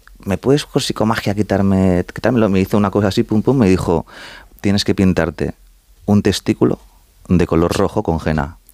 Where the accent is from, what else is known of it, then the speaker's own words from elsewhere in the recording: Community of Madrid, Spain; O sea, estoy muy dividido porque aparte te he dicho ya que soy madrileño y mis padres son argentinos.